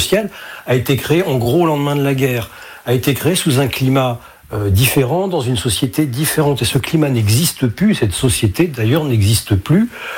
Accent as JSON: {"language": "French", "region": "Hauts-de-France", "country": "France", "said": "chez moi dans le Nord-Pas-de-Calais"}